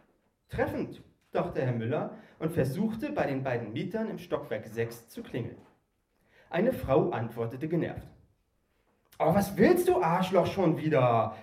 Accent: Erfurt, Thuringia, Germany; also born or lived in Greifswald; Ich komme ja eigentlich aus Erfurt und war früher mal hier in Greifswald

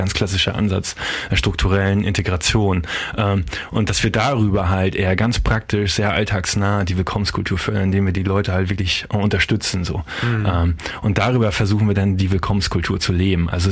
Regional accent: Mecklenburg-Vorpommern, Germany; moved away as an adult; Ich komme ursprünglich aus Vorpommern, aber wie so viele, 2003, 2004 war ja auch die höchste Abwanderungswelle hier in Vorpommern, bin ich dann auch weggegangen. 17 Jahre durch die Weltgeschichte und jetzt bin ich wieder hier in Vorpommern.

